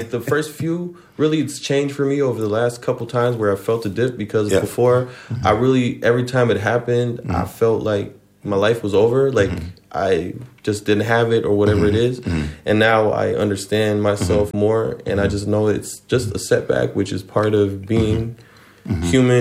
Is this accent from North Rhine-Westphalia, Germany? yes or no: no; Mainz, Rhineland-Palatinate, Germany; moved away as an adult; now in Frankfurt, Germany; I grew up in Mainz.